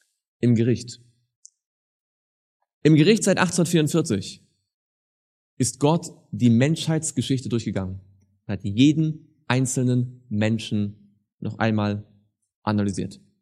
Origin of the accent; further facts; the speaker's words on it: Rostock, Mecklenburg-Vorpommern, Germany; born there; Also ich bin in Rostock geboren.